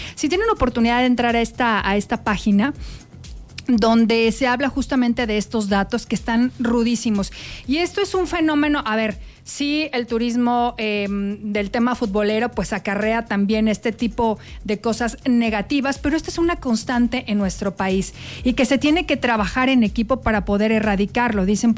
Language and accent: Spanish; Mexico